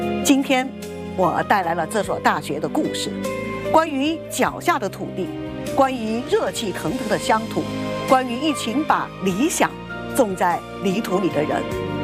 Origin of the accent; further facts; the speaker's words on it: Guizhou, China; 我是贵州人，在贵州生活了几十年，走遍了家乡的山山水水